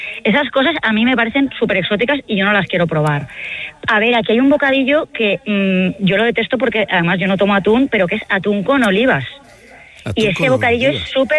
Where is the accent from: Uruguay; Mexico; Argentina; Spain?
Spain; Castilla-La Mancha; now in Valencia, Spain; Ana Iris lo puede saber mejor porque también es de Castilla-La Mancha como yo